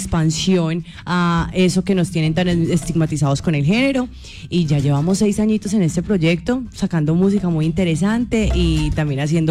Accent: Cali, Valle del Cauca, Colombia; also born or lived in Medellín; now in Bogotá, Colombia; Yo soy de Medellín, criada en Cali y radicada en Bogotá. Imagínate ese revuelco.

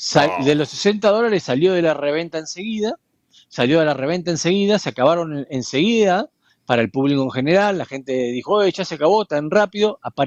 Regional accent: Argentina; yo soy argentino

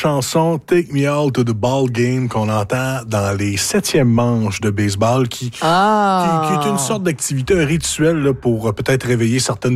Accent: Quebec, Canada

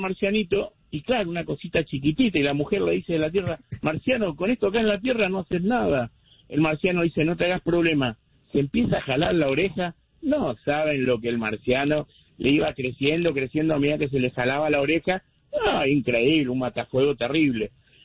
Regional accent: Argentina; now in New York, United States; a los argentinos, mis paisanos

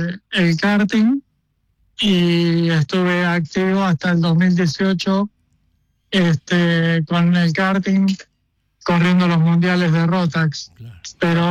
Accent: Argentina; now in Europe; como tenemos nosotros en Argentina

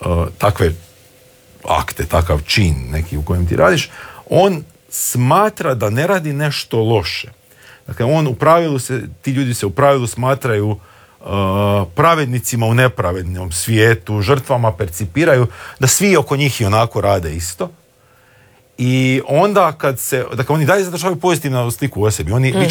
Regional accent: Slavonia, Croatia

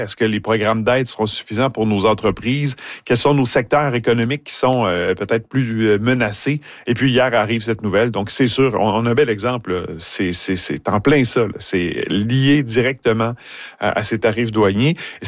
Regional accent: Quebec, Canada; Chez nous, en Abitibi-Témiscamingue, il y en a des enjeux, c'est important.

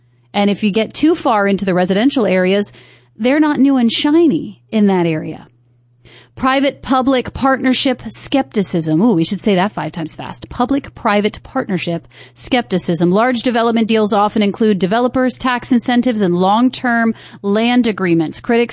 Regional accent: Makakilo, Hawaii, United States; And so I came from Makakilo side, definitely not used to this type of traffic or noise for that matter.

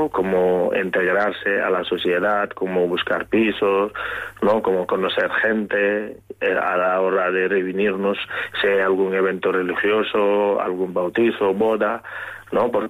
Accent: Senegal; now in Carballo, Spain; nosotros como senegaleses gallegos o como senegaleses de Carballo

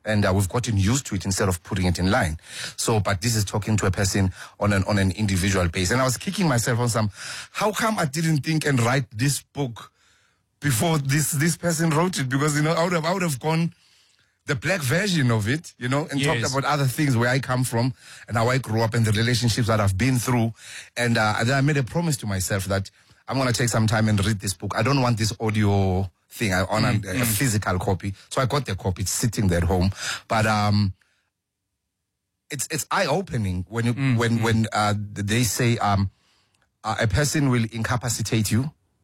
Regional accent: Transvaal, South Africa; born there; being a migrant worker in your own country is actually very weird because I was born in Transvaal. Mm. I was not born in Gauteng.

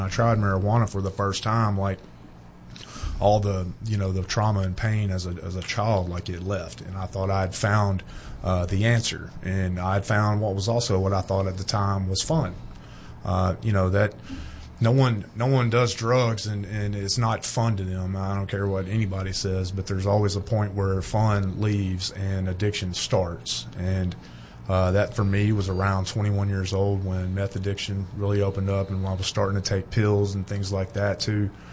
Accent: Fordyce, Arkansas, United States; born or raised there

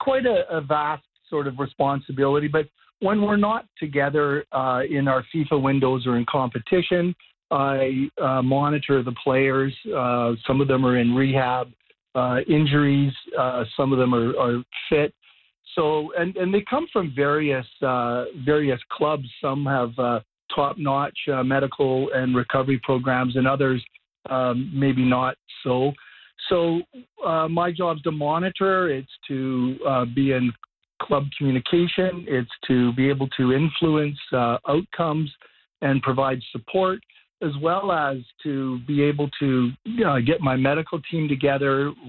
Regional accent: Cranbrook, British Columbia, Canada; I grew up in Cranbrook

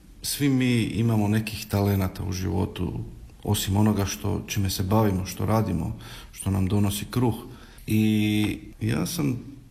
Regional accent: Skopje, North Macedonia; moved away; ja sam odrastao u Skopju, u obitelji janjevačkih Hrvata.

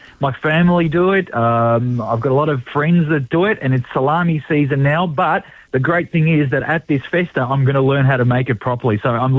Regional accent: Melbourne, Victoria, Australia; I'm from Melbourne myself

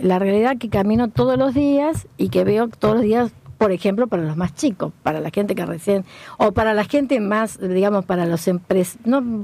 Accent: Argentina; somos argentinos.

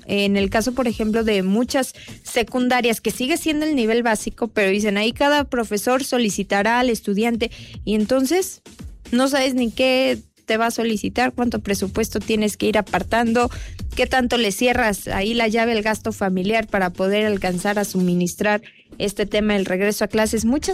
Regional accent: Mexico

